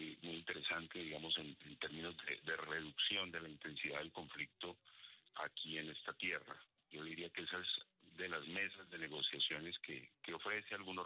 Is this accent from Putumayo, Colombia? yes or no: yes; Putumayo, Colombia; Justamente estoy en el Putumayo, Julio. Estoy atendiendo esta llamada desde mi tierra. Llegué ayer.